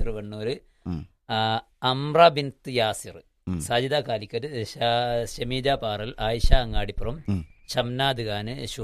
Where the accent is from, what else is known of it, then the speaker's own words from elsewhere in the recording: Thamarassery, Kerala, India; താമരശ്ശേരി, എന്റെ നാട്ടുകാരി